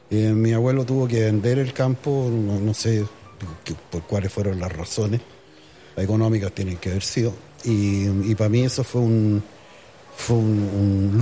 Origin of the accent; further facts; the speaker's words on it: Santiago, Santiago Metropolitan Region, Chile; born there; also born or lived in Linderos; Nací en Santiago, sí.